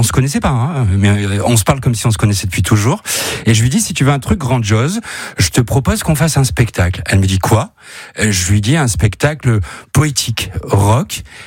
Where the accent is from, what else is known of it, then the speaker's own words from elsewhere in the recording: Hauts-de-France, France; now in Vaison-la-Romaine, France; Je suis un ch'ti, je suis comédien